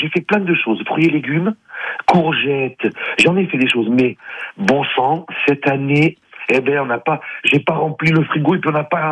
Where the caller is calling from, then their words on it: Aixe-sur-Vienne, Nouvelle-Aquitaine, France; Je vous appelle d'Aix-sur-Vienne.